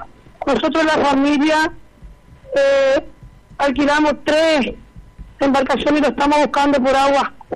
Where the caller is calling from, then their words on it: Fontana, Chaco, Argentina; somos de Fontana.